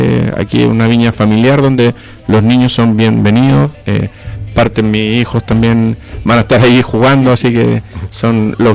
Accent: Uruguay; now in Chile; yo soy uruguayo, mi familia también

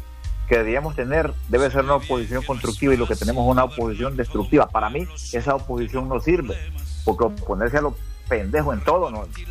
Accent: Honduras; que tampoco nosotros como hondureños hemos tenido también la culpa

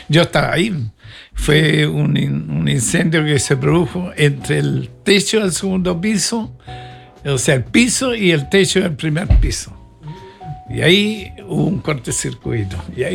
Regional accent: Concepción, Biobío, Chile; moved away as an adult; yo soy de Concepción y en Concepción trabajaba en una empresa americana.

